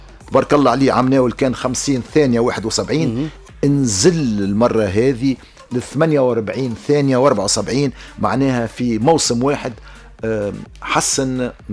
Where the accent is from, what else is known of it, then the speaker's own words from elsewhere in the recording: Tunisia; ما سمعنا بيش بالكل معنا في تونس ما كانش نسمعوا بيه